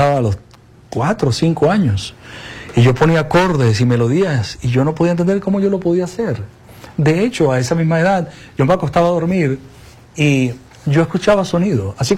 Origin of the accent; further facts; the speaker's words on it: Venezuela; also born or lived in Israel; Y nací en Israel en el año 52, en el 53 y medio. Me trajeron a Venezuela, mi papá vino.